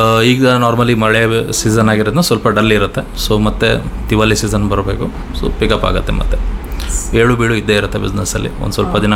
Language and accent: Kannada; Shivamogga, Karnataka, India; ನಾನು ಹುಟ್ಟಿ ಬೆಳೆದಿದ್ದೆಲ್ಲ ಶಿವಮೊಗ್ಗ. ತಾಯಿದು ನೇಟಿವ್ ತೀರ್ಥಳ್ಳಿ ಬರುತ್ತೆ, ತಂದೆದು ಅಷ್ಟೇ ನೇಟಿವ್ ತೀರ್ಥಳ್ಳಿನೇ. ಬಟ್ ನಾವು ಶಿವಮೊಗ್ಗದಲ್ಲೇ, ನಾನು ಹುಟ್ಟಿದ್ದೆಲ್ಲ ಶಿವಮೊಗ್ಗದಲ್ಲೇ. ಸೊ ಐನೂರು ಗೇಟು ನಂದು ಆ್ಯಕ್ಚುಲಿ ಹುಟ್ಟಿ ಸಣ್ಣ ವಯಸ್ಸಿಂದ ಬೆಳೆದಿರೋಂಥದ್ದು.